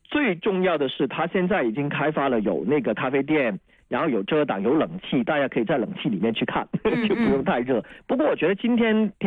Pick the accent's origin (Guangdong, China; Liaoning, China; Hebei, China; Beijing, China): Guangdong, China; 但是我们广东话呢叫笑哈哈